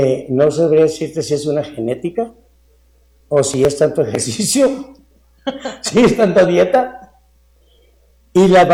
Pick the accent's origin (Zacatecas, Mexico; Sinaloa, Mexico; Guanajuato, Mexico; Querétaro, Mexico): Sinaloa, Mexico; Mazatlán; que son los que vienen en el disco, somos de Mazatlán, pues, ¿no?